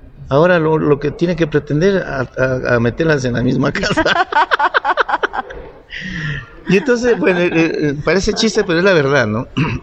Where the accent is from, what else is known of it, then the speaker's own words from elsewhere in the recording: Cali, Valle del Cauca, Colombia; Yo soy nacido aquí en Cali, soy valluno, pero mis padres son de Nariño.